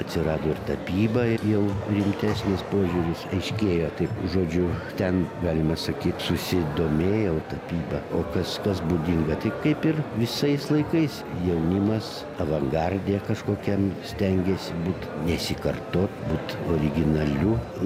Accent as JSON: {"language": "Lithuanian", "town": "Šiauliai", "region": "Šiauliai County", "country": "Lithuania", "also_born_or_lived": "Kaunas", "moved": "as an adult", "said": "Jo, sovietmetis giliausias buvo ir išvažiavau į Kauną, iš Šiaulių."}